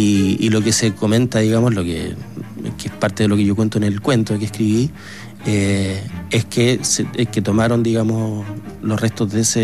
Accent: Magallanes and Chilean Antarctica, Chile; Yo soy magallánico, pero yo estaba acá, estaba de vacaciones.

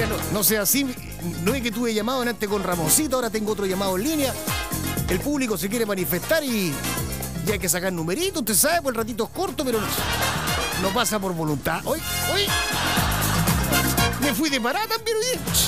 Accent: Hualpén, Biobío, Chile; Yo también soy hualpenino, pu.

